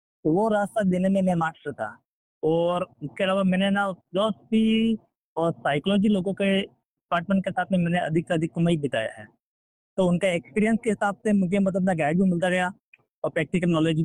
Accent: Rajasthan, India; now in Mumbai, India

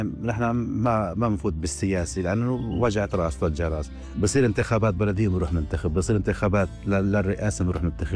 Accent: Syria; moved away as an adult; now in Shepparton, Australia; احنا كجالية سورية

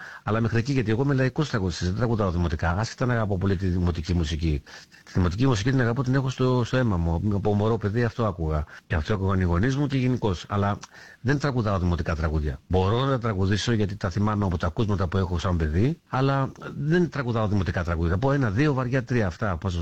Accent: Livadeia, Central Greece, Greece; Η καταγωγή μου είναι από τη Λιβαδιά

